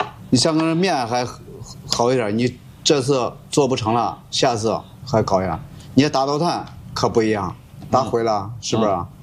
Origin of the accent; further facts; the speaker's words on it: Xuchang, Henan, China; moved away; 河南许昌的。